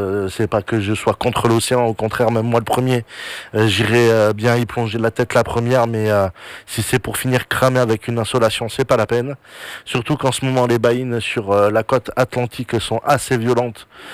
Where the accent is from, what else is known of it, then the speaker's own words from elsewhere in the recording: France; chez nous en France